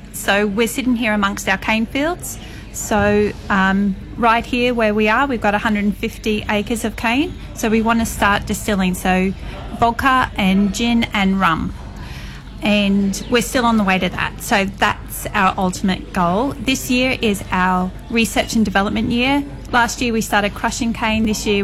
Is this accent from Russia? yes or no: no; Ireland; now in Australia; I'm Irish